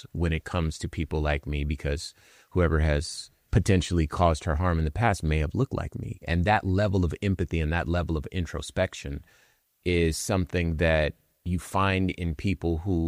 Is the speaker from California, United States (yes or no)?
yes; Compton, California, United States; You know, I'm from Compton.